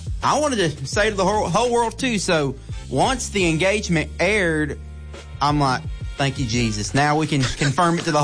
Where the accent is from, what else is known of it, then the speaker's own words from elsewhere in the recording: Arkansas, United States; born there; now in Plant City, United States; growing up in Arkansas